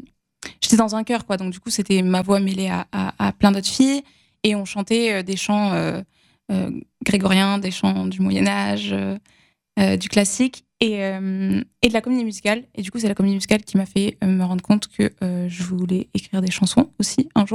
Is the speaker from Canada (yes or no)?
no; Perpignan, Occitanie, France; Je viens de Perpignan, donc une petite ville dans le sud de la France.